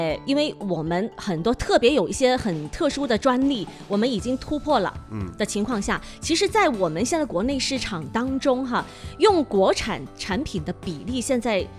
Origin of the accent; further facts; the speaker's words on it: China; 我们中国人做事就是不一样哈。